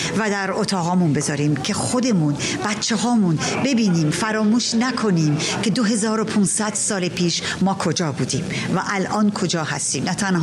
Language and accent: Persian; Iran; به عنوان یک ایرانی، به عنوان یک شاعر، به عقیده من تنها چیزی که میتونه ما رو در این دنیا نجات بده فرهنگمونه.